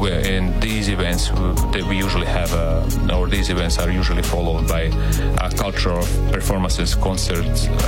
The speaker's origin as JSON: {"language": "English", "country": "Montenegro", "tie": "born or raised there", "moved": "as an adult", "lives_now": "Belgium", "said": "speaking about Montenegro, I miss my hometown, the place where I was born."}